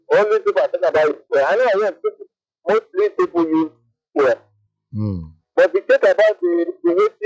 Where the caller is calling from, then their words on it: Lagos, Nigeria; I'm calling from VI.